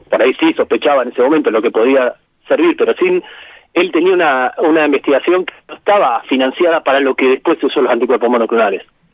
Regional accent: Bahía Blanca, Buenos Aires Province, Argentina; Tenemos un montón de cosas buenas, tanto en Bahía como en Argentina

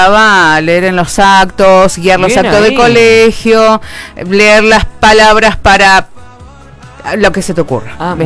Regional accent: Argentina; yo no soy fana del fútbol, pero soy bostera, soy argentina.

